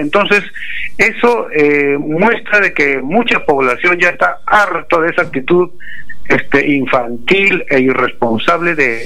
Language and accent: Spanish; Peru; como tantos peruanos responsables hemos escuchado el mensaje de la presidenta Keiko